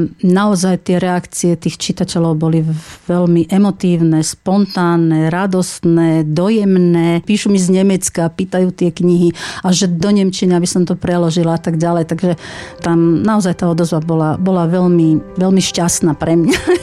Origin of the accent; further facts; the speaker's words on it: Turček, Žilina Region, Slovakia; Ako spomienku na moju rodnú obec, ako spomienku na mojich príbuzných, ktorí teda boli príslušníkmi karpatských Nemcov a ktorí teda mali tú nemeckú krv a ja ju mám z polovice po mojom otcovi.